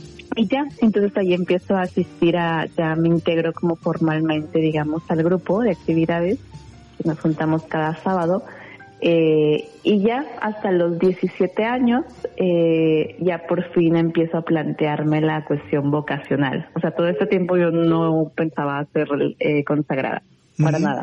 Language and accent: Spanish; Guadalajara, Jalisco, Mexico; Yo soy de Guadalajara.